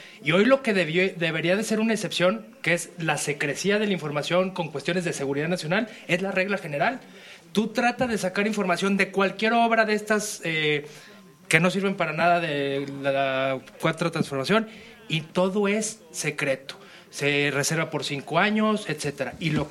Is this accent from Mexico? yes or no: yes; Mexico; los que estamos pagando 3 o 4 veces las obras somos los mexicanos